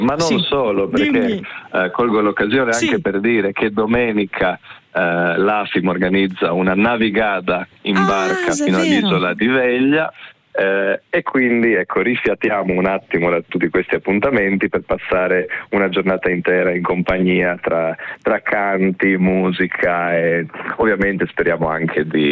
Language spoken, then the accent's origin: Italian; Rijeka, Primorje-Gorski Kotar County, Croatia